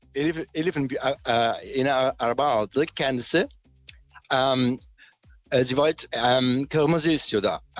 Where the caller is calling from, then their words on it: Berlin, Germany; Turkish is a second language; Berlin'den.